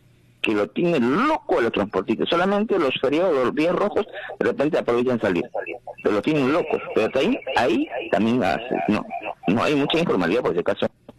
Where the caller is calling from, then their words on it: Lima, Peru; Yo vivo en Lima del año 83.